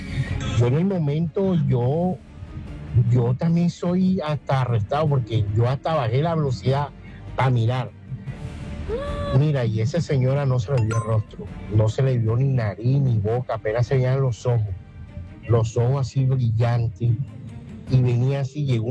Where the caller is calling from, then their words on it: Barranquilla, Atlántico, Colombia; Te hablo desde Barranquilla.